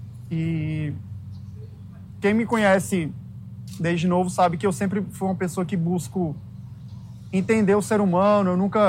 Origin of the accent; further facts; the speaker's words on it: Cascavel, Ceará, Brazil; moved away as an adult; é um homem hoje, né, de Cascavel, Ceará, onde todo mundo sabe da minha vida lá na minha cidade, todo mundo sabe o que é que eu fiz lá, acho que dos meus primeiro ano até os 20, na pracinha do Maninho